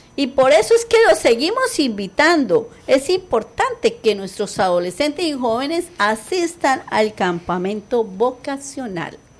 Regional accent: Cúcuta, Norte de Santander, Colombia; nosotros como buenos cucuteños

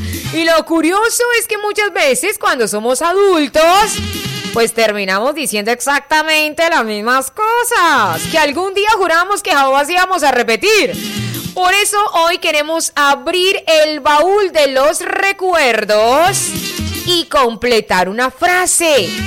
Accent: Colombia

